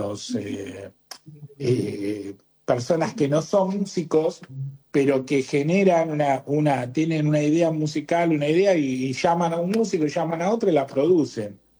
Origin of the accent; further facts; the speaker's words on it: Caseros, Buenos Aires Province, Argentina; Mirá que yo viví en Caseros. Yo me crié en Caseros.